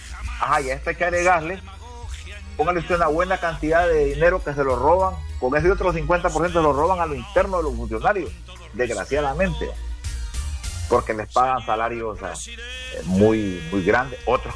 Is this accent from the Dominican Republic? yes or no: no; Honduras